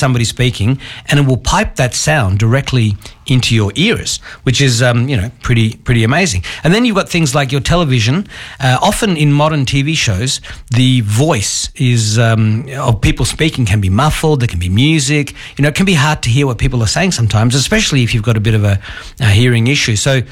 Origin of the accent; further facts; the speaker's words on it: Australia; born there; being born in Australia with my English as my mother tongue, and I went to the French school, I speak better French than I speak Russian.